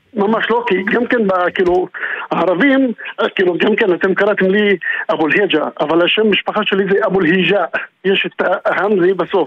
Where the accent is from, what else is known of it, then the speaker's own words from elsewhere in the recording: Tamra, Northern District, Israel; אז אוקיי, אני באתי מיאיר תמרה